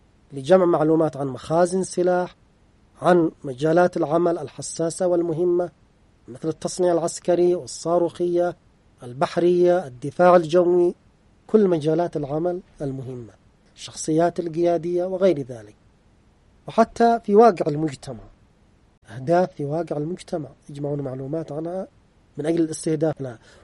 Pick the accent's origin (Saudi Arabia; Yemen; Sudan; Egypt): Yemen; عندنا في اليمن